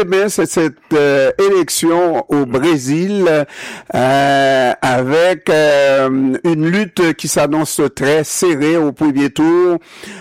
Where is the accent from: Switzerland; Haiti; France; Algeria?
Haiti; also born or lived in Canada; je n'ai rien à dire, je suis haïtien-canadien